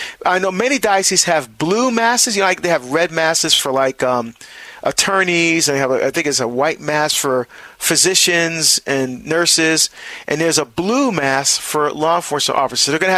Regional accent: New Jersey, United States; I'm also looking forward to being back in my home state, you know, back in Jersey again. You know, it's always good to go home.

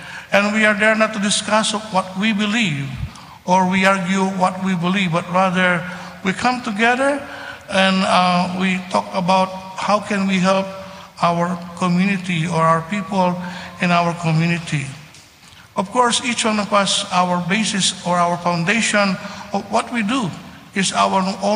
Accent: Philippines; I came from the Philippines, and I guess some people were here, come from different countries

